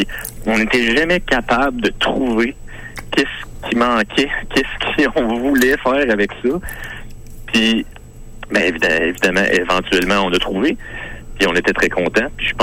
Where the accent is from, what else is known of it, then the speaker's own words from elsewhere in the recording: Rimouski, Quebec, Canada; moi je viens de Rimouski